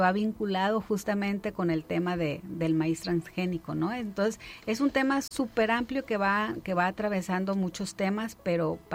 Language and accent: Spanish; Mexico; como buenos mexicanos, hijos del maíz, comemos tortillas y siempre hay tortillas en la mesa